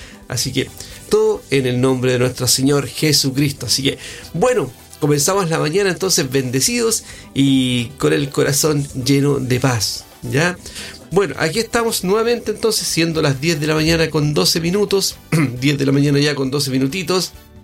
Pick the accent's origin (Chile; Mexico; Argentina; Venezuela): Chile; Coronel, Biobío; nosotros somos de acá, de Coronel, pues, a nuestro coronel querido, acá en la región del Biobío.